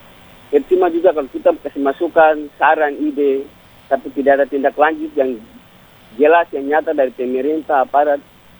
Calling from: Sorong, Southwest Papua, Indonesia; Saya juga sebagai warga Kota Sorong, dan kita semua sebagai warga Kota Sorong yang punya Kota Sorong ini

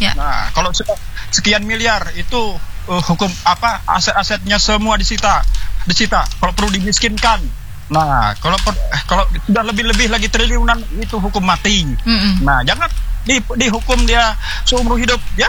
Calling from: East Kalimantan, Indonesia; kami juga orang Dayak ini, orang lokal ini

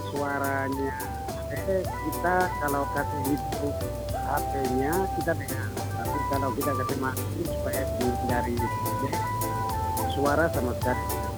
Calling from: Papua, Indonesia; kita orang Papua

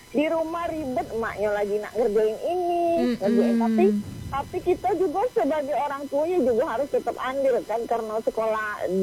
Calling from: Jambi, Indonesia; di Tanjab Timur

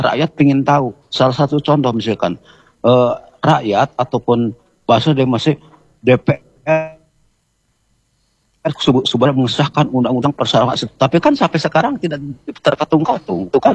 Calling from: Bandung, West Java, Indonesia; Saya dari Bandung Timur

